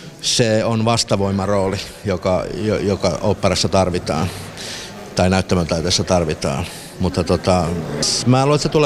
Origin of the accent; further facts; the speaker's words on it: Ilmajoki, South Ostrobothnia, Finland; moved away; Ensimmäinen kosketus on kotikyläni Myllykylän Riistavallissa.